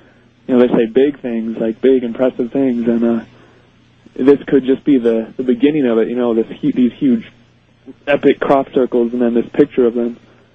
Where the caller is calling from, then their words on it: Boulder, Colorado, United States; I'm calling from Boulder, Colorado.